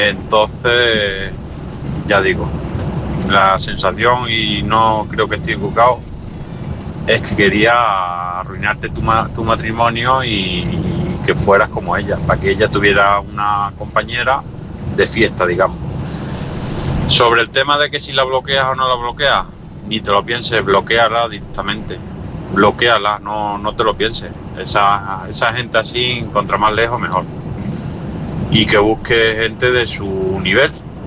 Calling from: Ciudad Real, Castilla-La Mancha, Spain; de Ciudad Real.

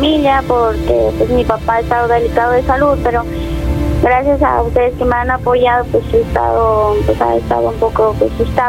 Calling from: Chiapas, Mexico; Soy del estado de Chiapas.

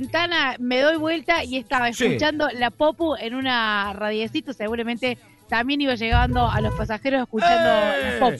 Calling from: Córdoba, Argentina

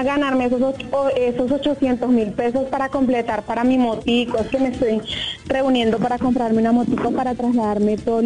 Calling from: Soacha, Cundinamarca, Colombia; Trabajo en una tienda motera acá en Soacha, La Amistad.

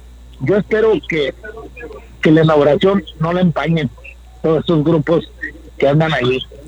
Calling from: Mexico; Pues eso nos perjudica a todos como mexicanos.

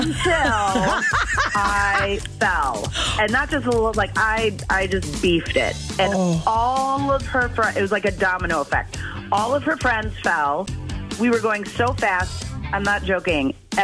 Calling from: McFarland, Wisconsin, United States; I'm from McFarland.

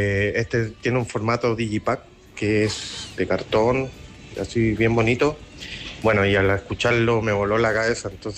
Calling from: Arica, Arica y Parinacota, Chile; Llamo desde Arica

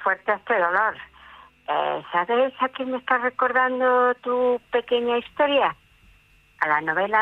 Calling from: León, Castile and León, Spain

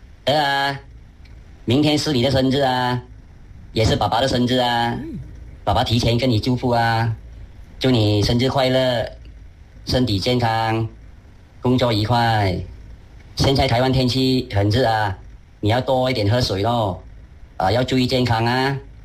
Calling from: Kelantan, Malaysia; 我是来自吉兰丹州国乐基来的

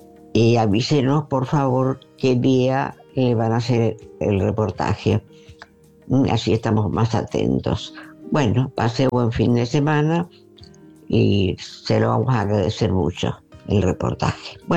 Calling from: Tigre, Buenos Aires Province, Argentina

